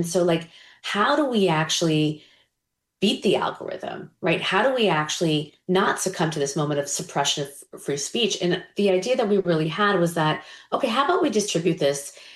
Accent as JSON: {"language": "English", "region": "New York", "country": "United States", "said": "I'm a New Yorker."}